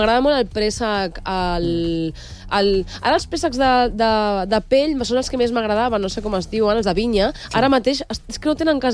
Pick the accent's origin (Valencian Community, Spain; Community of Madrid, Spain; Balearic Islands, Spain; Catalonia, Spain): Catalonia, Spain; Santa Coloma de Gramenet; born there; also born or lived in Granollers; Jo vaig néixer a Santaco, nen. Jo vaig néixer a Santaco.